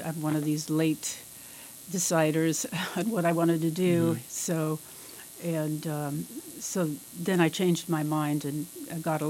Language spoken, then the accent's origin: English; Sacramento, California, United States; born there; now in Davis, United States; I was born in Sacramento. I came to Davis to go to school.